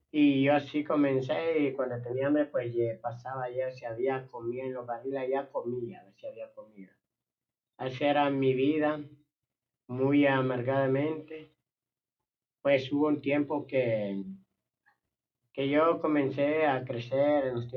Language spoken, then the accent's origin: Spanish; Puerto Cortés, Cortés, Honduras; Yo soy de Puerto Cortés, allí estoy perseverando en la iglesia Príncipe de Paz, pero por el momento estoy aquí en Tegucigalpita